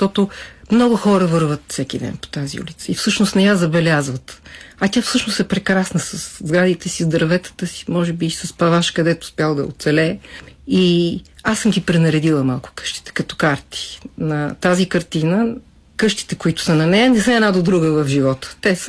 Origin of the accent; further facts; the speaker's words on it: Sofia, Sofia City, Bulgaria; въпреки че съм от София, някой ден живея по причина някаква, имала съм къща, но живея в блок